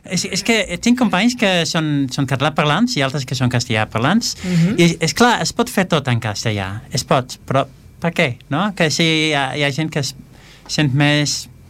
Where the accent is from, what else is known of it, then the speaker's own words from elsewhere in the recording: Netherlands; Catalan is a second language; now in Esplugues de Llobregat, Spain; Mira, jo sóc d'Holanda, val? Però la meva dona és de... És d'aquí, és de Cornellà de Llobregat.